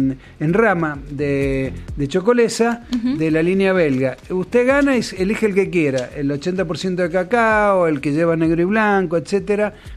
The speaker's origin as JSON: {"language": "Spanish", "country": "Italy", "said": "porque yo soy, como italiano, soy tifoso de la Ferrari."}